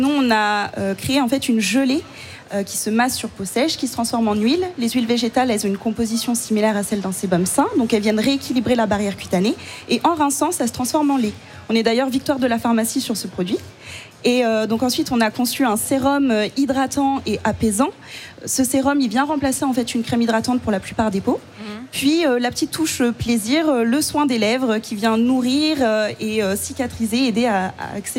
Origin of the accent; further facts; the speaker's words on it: Île d'Oléron, Nouvelle-Aquitaine, France; comme on vient de l'île d'Oléron à côté de La Rochelle